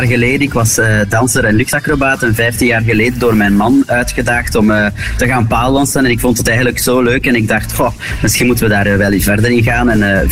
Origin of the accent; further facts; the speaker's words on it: Lebbeke, Flanders, Belgium; moved away; wij komen allebei uit Lebbeke ook.